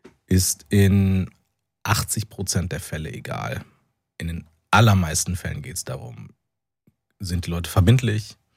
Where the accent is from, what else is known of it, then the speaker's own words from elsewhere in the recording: North Rhine-Westphalia, Germany; bin ich als Rheinländer und als jemand, der aus Nordrhein-Westfalen kommt, so regionalpatriotisch angelegt